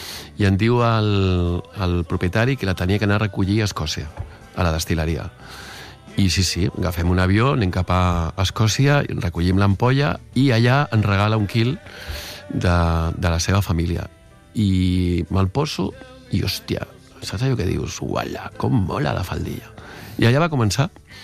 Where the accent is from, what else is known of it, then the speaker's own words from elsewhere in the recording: Barcelona, Catalonia, Spain; Pues mire, vengo de Barcelona y tal.